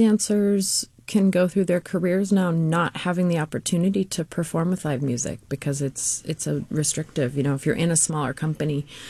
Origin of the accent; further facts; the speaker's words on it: Lake Tahoe, United States; You know, I mean, Lake Tahoe, I'm not complaining. Growing up in Lake Tahoe is a really fabulous thing.